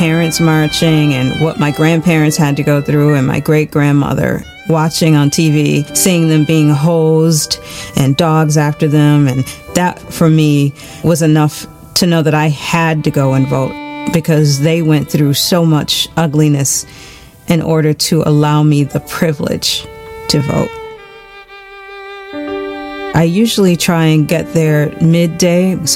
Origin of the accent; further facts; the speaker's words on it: Detroit, Michigan, United States; Growing up in Detroit, I was exposed to many cultures as a child. We had the largest population of Chaldeans.